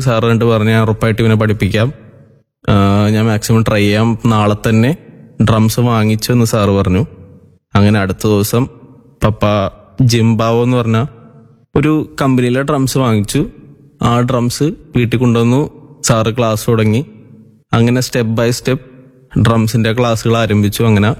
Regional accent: Thoppumpady, Kerala, India; ഞാൻ തോപ്പുംപടി സ്വദേശിയാണ്.

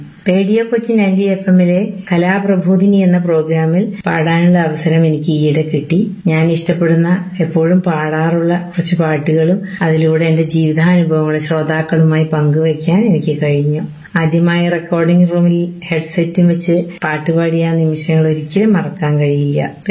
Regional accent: Mannarkkad, Kerala, India; പാലക്കാട് മണ്ണാർക്കാടാണ് എന്റെ സ്വദേശം.

